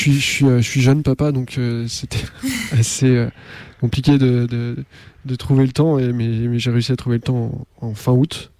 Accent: Abbeville, Hauts-de-France, France; moved away as an adult; quand je suis arrivé à Amiens en tant qu'étudiant, parce que je viens d'Abbeville.

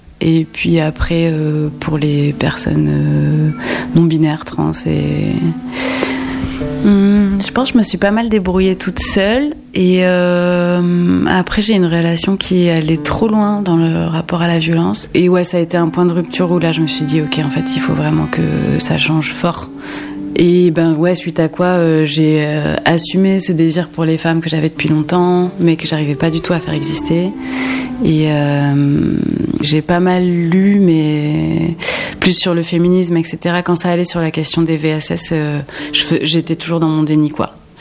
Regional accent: Montpellier, Occitanie, France; also born or lived in Les Salles; J'ai grandi à Montpellier dans un squat jusqu'à mes 6-7 ans. Et puis ensuite, je suis partie dans un tout petit village avec ma maman qui s'appelle Les Salles. C'est vers le plateau du Larzac, quoi.

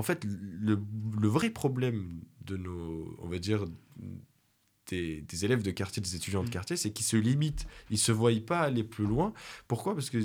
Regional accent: Clermont-Ferrand, Auvergne-Rhône-Alpes, France; Et c'est vrai que moi, qui ai grandi dans un quartier populaire, hein, mm-hmm. j'ai grandi à la Gautière

